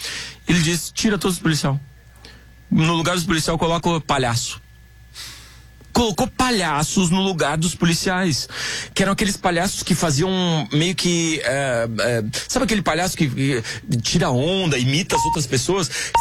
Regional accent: Porto Alegre, Rio Grande do Sul, Brazil; now in Curitiba, Brazil; eu me lembro, eu saí de Porto Alegre aqui com medo de ser assaltado.

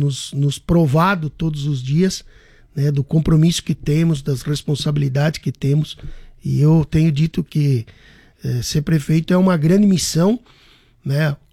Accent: Chapecó, Santa Catarina, Brazil; born there; sou nascido aqui em Chapecó, então com muito mais orgulho de ser prefeito da minha cidade.

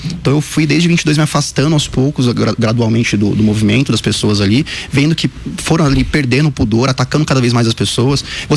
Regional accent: São Paulo, Brazil; Eu sou de São Paulo mesmo, nasci em São Paulo. Cresci toda a vida aqui no centro, na Santa Cecília.

